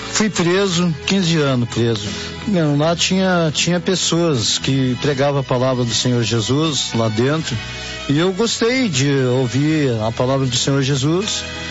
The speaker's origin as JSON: {"language": "Portuguese", "region": "Rio Grande do Sul", "country": "Brazil", "said": "sou do Rio Grande do Sul."}